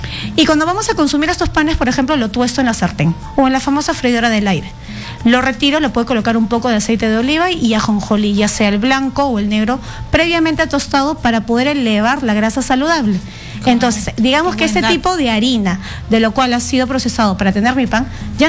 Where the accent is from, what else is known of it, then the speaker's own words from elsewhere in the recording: Peru; porque seamos sinceros, nosotros como peruanos nos encanta comer